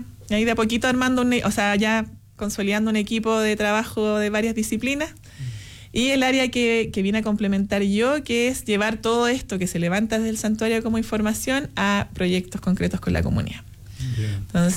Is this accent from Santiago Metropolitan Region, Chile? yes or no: yes; Santiago, Santiago Metropolitan Region, Chile; moved away as an adult; now in Puerto Aysén, Chile; Hace 10 inviernos llegué, te digo. Yo vengo de Santiago. Estudié en Santiago y llevo 10 años de acá.